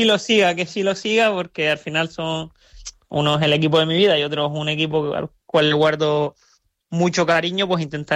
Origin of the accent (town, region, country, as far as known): Canary Islands, Spain; moved away as an adult; now in Indonesia